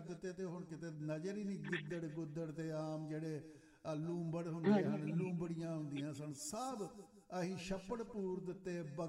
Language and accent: Punjabi; Punjab, India; ਸਾਡਾ ਜਿਹੜਾ ਪਿੰਡ ਹੈ ਨਾ, ਸਾਡਾ ਪਿੰਡ ਹੈ ਬਟਾਲੇ ਦੇ ਲਾਗੇ, ਕਾਨੂੰ ਆਉਣ ਵਾਲੀ ਸੜਕ, ਉੱਥੇ ਟਿੱਬੇ ਹੁੰਦੇ ਸਨ ਤੇ ਮਲੇ